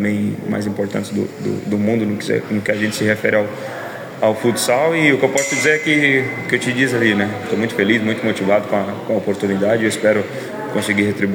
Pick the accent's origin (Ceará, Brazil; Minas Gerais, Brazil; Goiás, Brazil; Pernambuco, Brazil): Goiás, Brazil; moved away; also born or lived in Spain / Croatia; Sou goiano. Fui para a Espanha em 2015. Fiquei 10 anos na Espanha, um ano na Croácia e hoje estou de volta.